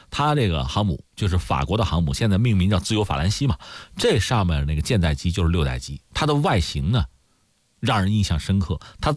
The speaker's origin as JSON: {"language": "Chinese", "country": "China"}